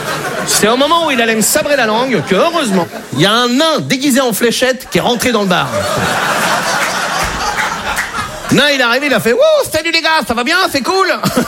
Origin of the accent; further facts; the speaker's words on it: Brittany, France; Je suis breton. Hein, moi, j'ai été accepté en Bretagne.